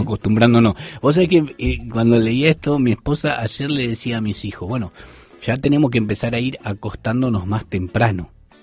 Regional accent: Argentina; Sí, bueno, claro, nosotros, acá yo pensé que no me iba a acostumbrar, pero sí me he acostumbrado. Pero en Argentina uno se acuesta 10:30, 11

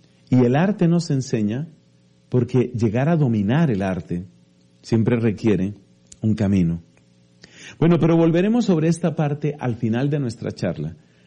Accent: Colombia; en mi país, en Colombia

